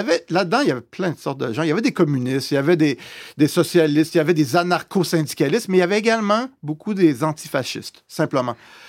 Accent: Quebec City, Quebec, Canada; J'étais au petit séminaire de Québec. Hein, donc, j'ai grandi dans le Vieux-Québec. Pour moi, être entouré de tourisme, c'était normal.

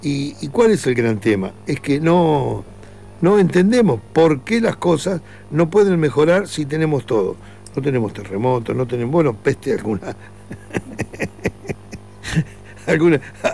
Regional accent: Maldonado, Uruguay; Yo soy recontra uruguayo, gracias a Dios, y recontra fernandino.

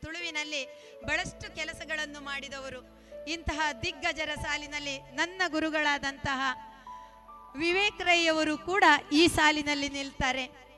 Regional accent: Puttur, Karnataka, India

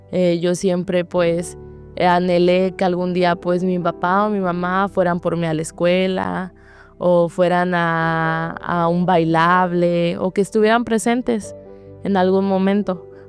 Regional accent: Monterrey, Nuevo León, Mexico; Tengo 17 años de edad. Yo vengo de Monterrey, Nuevo León.

